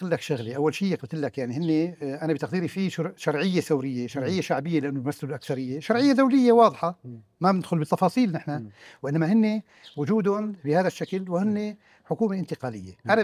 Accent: Syria; لأنه نحن وطنيين بالنتيجة، نحن أبناء سوريا، نحن نريد أن تكون هذه الدولة موحدة

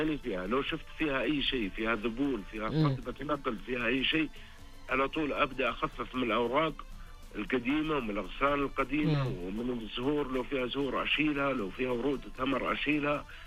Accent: Saudi Arabia; احنا كسعوديين

